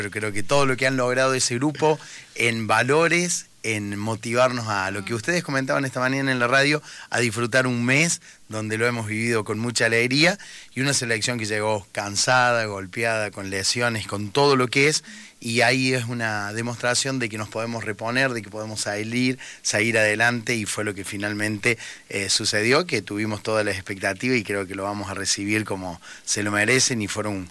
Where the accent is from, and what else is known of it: Argentina